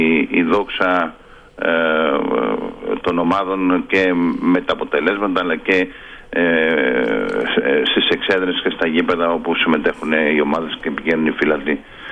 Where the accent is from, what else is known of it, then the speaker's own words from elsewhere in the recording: Rhodes, South Aegean, Greece; Εγώ κατάγομαι από την περιφέρεια, είμαι από τη Ρόδο.